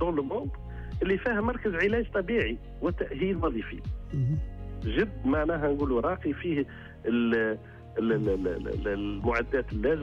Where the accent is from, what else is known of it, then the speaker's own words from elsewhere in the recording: Gafsa Governorate, Tunisia; born there; نبدأ بولاية قفصة. تدبر شاءة الأقدار اللي هي موطني والحمد لله. وديما الواحد المسقط الرأس يبقى ديما عندها نقوله مكان اعتباري في وجدانه.